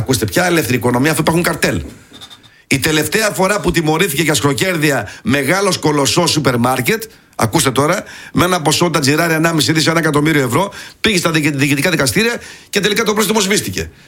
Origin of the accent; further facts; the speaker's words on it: Germany; εγώ μεγάλωσα στη Γερμανία, γνωρίζω την Γερμανία αρκετά καλά, εν πάση περιπτώσει.